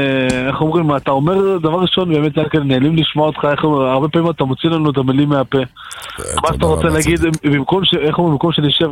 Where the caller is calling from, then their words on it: Jerusalem, Jerusalem District, Israel; מירושלים, מרקוד, איפה אנחנו יכולים להיות...